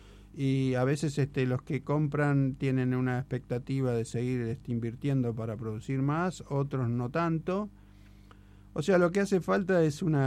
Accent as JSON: {"language": "Spanish", "country": "Argentina", "said": "el problema que tenemos como argentinos"}